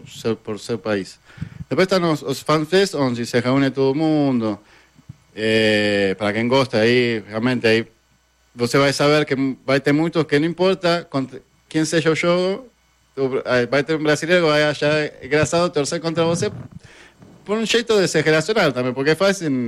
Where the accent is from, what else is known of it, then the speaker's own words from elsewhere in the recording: Argentina; now in São Paulo, Brazil; quando sabe que eu sou argentino